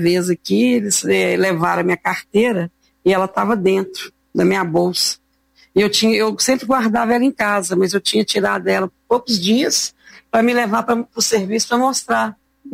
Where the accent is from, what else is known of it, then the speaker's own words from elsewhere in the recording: Piedade do Rio Grande, Minas Gerais, Brazil; also born or lived in Belo Horizonte; Eu saí de Piedade, do Rio Grande, vim para Belo Horizonte para jogar futebol.